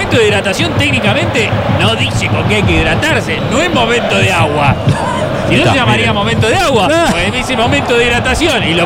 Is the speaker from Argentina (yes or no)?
yes; Cinco Saltos, Río Negro, Argentina; moved away; Yo soy de Río Negro, soy de Cinco Saltos.